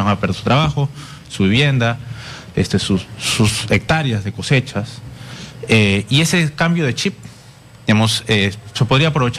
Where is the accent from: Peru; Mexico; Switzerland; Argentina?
Peru; Nosotros, como peruanos, sabemos que el fenómeno del Niño va a venir siempre cada 4 o 5 años.